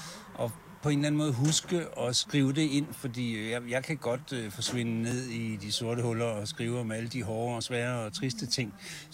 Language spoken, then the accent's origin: Danish; Central Denmark Region, Denmark; also born or lived in Copenhagen; now in South Funen, Denmark; Vi flyttede fra København til Sydfyn for snart mange, mange år siden, og fandt nok tilbage til noget af det, som jeg i virkeligheden husker fra min barndom i Vestjylland.